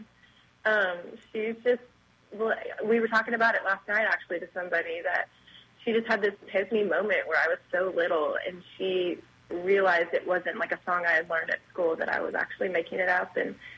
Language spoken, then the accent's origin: English; Texas, United States; now in Nashville, United States; he grew up in Illinois and I grew up in Texas.